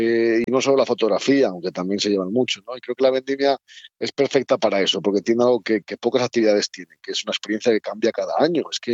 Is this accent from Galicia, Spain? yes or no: no; Toro, Castile and León, Spain; born there; Ocurrirá también más o menos en mi pueblo, en Toro.